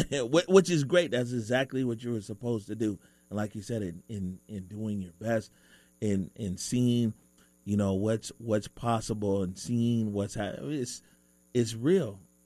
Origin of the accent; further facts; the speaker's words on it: Seattle, Washington, United States; Growing up in the Central District